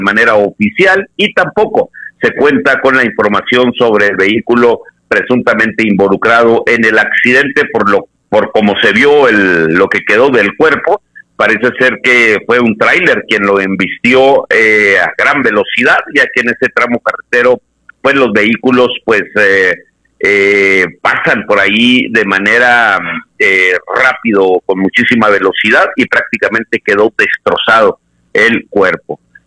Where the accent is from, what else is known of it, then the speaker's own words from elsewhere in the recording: Chihuahua, Mexico; nosotros los chihuahuenses